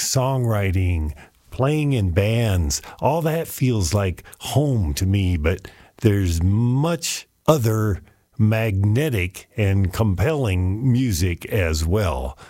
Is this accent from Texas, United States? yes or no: yes; El Paso, Texas, United States; moved away as an adult; also born or lived in San Francisco / Marin County; my hometown, El Paso